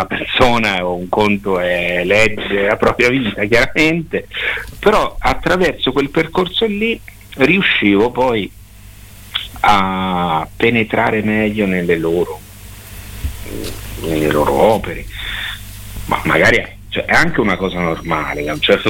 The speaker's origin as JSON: {"language": "Italian", "town": "Esanatolia", "region": "Marche", "country": "Italy", "tie": "born or raised there", "said": "Sì, io sono nato a San Severino Marche, però sempre vissuto ad Esanatolia."}